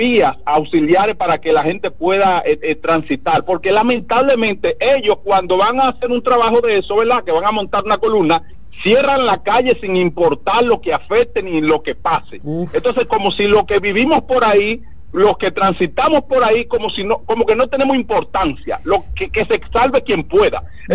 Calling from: Santo Domingo Norte, Santo Domingo, Dominican Republic; lo que pasó ayer aquí en Villamella, Santo Domingo Norte.

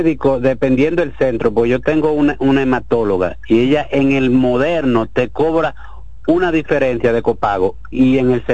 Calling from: Santo Domingo Este, Santo Domingo, Dominican Republic; De Santo Domingo Este.

